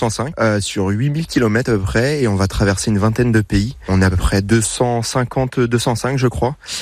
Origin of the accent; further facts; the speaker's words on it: Centre-Val de Loire, France; D'Artagnan-sur-Indre.